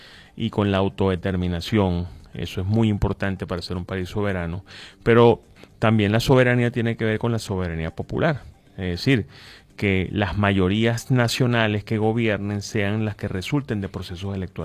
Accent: Venezuela; acuerdos que nos unan como venezolanos.

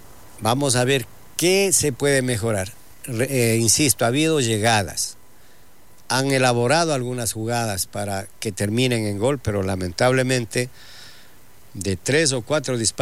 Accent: Ecuador; todos somos ecuatorianos

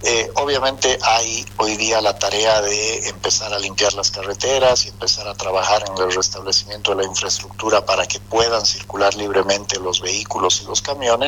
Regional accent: Bolivia; como papás, como bolivianos, sabemos lo duro que ha sido para ellos.

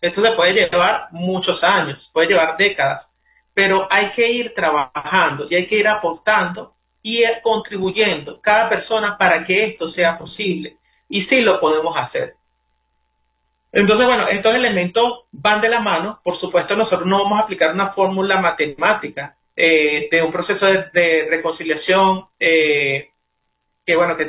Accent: Venezuela; nosotros tenemos virtudes muy valiosas como venezolanos

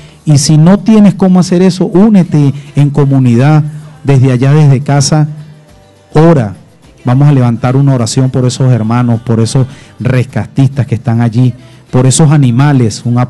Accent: Venezuela; Hoy nos unimos como venezolanos.

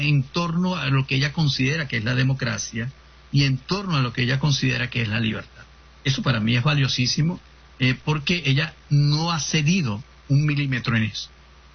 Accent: Venezuela; pero en el fondo nosotros como venezolanos que habitamos el país, todavía no hemos visto los efectos de esa acción de ese día.

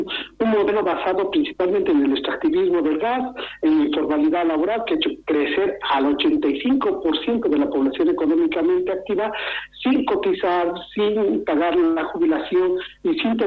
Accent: Bolivia; todos los bolivianos

